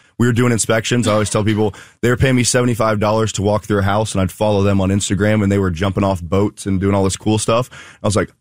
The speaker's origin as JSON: {"language": "English", "town": "Pickerington", "region": "Ohio", "country": "United States", "tie": "born or raised there", "said": "Yeah, so I'm born and raised in Columbus, Pickerington. I went to Pickerington North, graduated in 2013. Went to University of Dayton, came back home"}